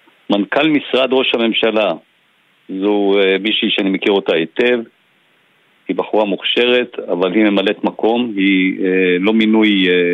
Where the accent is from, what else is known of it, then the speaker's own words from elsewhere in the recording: Northern District, Israel; אני נולדתי וגדלתי בצפון. אני תושב שדה אליעזר